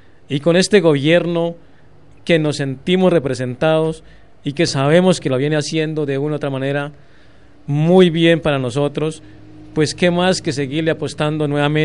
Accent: Colombia

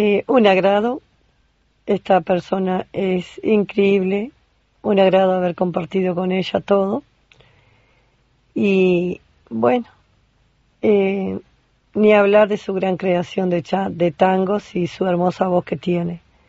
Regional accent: Nueva Palmira, Colonia, Uruguay; born there; soy cantautora. Soy nacida en Nueva Palmira, departamento de Colonia, Uruguay.

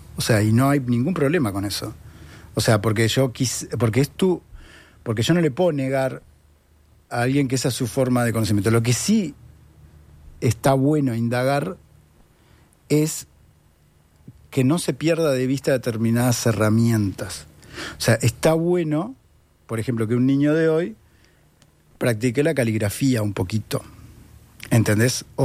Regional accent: Montevideo, Uruguay; soy absolutamente montevideano

